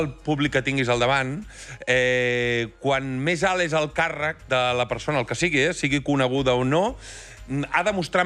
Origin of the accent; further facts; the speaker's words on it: L'Hospitalet de Llobregat, Catalonia, Spain; Jo sóc de l'Hospitalet, vull dir, ens reconeixem.